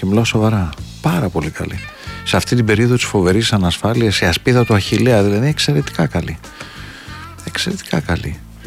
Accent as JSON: {"language": "Greek", "country": "Greece", "said": "Ως Έλληνας πολίτης λέω"}